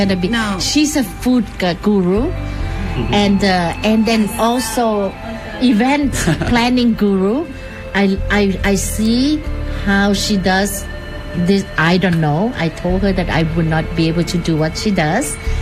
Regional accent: New Brunswick, Canada; moved away; We came from New Brunswick together.

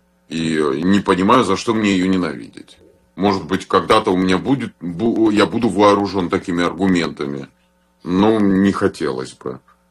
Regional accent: Russia; Я россиянин.

